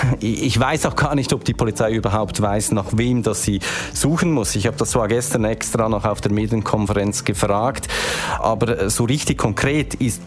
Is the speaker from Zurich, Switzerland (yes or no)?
no; Aarau, Aargau, Switzerland; Ich bin hier in Aarau aufgewachsen. Das ist dann wirklich so ein ganz komisches Gefühl, wenn hier etwas passiert